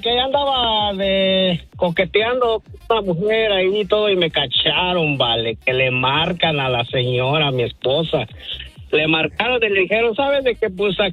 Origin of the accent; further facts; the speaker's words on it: Michoacán, Mexico; No, ya desde mi tierra natal, Michoacán, Bali, y pues ya nos dejamos de ver y pues acá se vino para de este lado